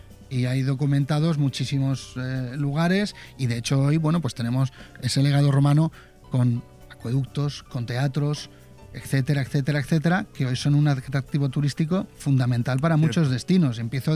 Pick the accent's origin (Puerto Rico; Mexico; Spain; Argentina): Spain; Benidorm, Valencian Community; soy de Benidorm y soy el mayor de la cuarta generación de una familia de empresarios turísticos